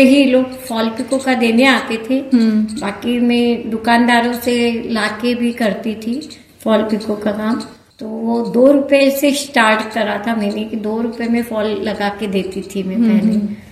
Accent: Indore, Madhya Pradesh, India; moved away as an adult; मैं इंदौर से हूँ, वैसे मेरा मायका इंदौर का है

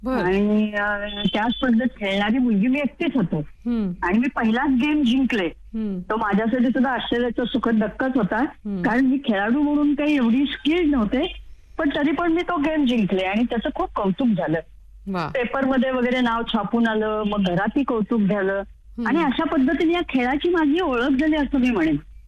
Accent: Sangli, Maharashtra, India; मी मुळची सांगलीची बर का, वातावरण पण होतं, कारण आमच्याकडे एक नूतन बुद्धिबळ मंडळ म्हणून जे आहे संस्था आहे ती वर्षानुवर्ष स्पर्धा घेत होती.

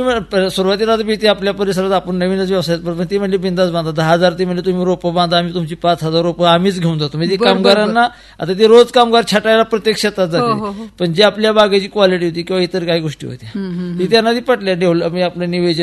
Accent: Mardi, Maharashtra, India; आज आमचं गाव काही दिवसात महाराष्ट्रात मारडी हे डाळिंबीचं गाव म्हणून प्रसिद्ध होईल

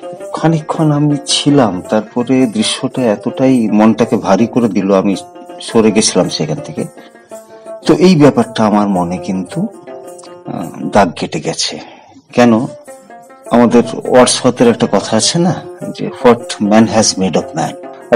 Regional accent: West Bengal, India; আমি যেমন ব্যক্তিগতভাবে বাঁকুড়া জেলার মানুষ।

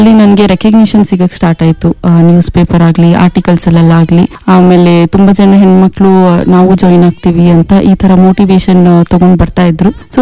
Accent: Hubballi, Karnataka, India; ನಾನು ಹುಬ್ಬಳ್ಳಿಯಿಂದ ಬಂದಿದ್ದೀನಿ. ನಾನು ಹುಟ್ಟಿ ಬೆಳೆದಿದ್ದೆಲ್ಲ ಹುಬ್ಬಳ್ಳಿಯಲ್ಲೇನೆ, ನಂದು ಎಜುಕೇಶನ್ ಕೂಡ ಹುಬ್ಬಳ್ಳಿಯಲ್ಲೇ ಆಗಿದೆ.

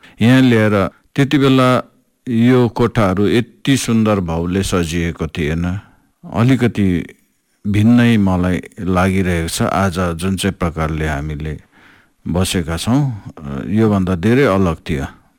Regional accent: West Bengal, India; born there; म टकभर चियाबारीमा जन्मेको हुँ र 1960 दशकमा मेरो जन्म भएको हो।

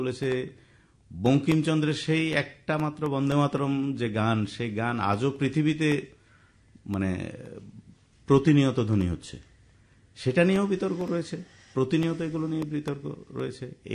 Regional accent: India

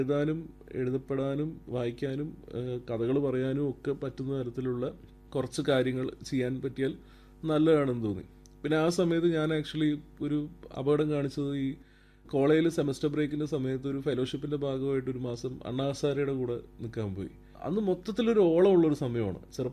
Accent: Kozhikode, Kerala, India; കോഴിക്കോട് ജനിച്ചു വളർന്നതിൻ്റെ ഒരു ഗുണം

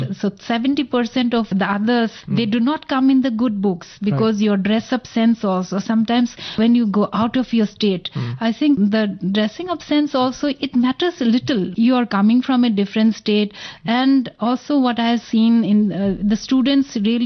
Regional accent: Manipur, India; I'm from Manipur, but MSc students studying in botany, they never come to me for consultation.

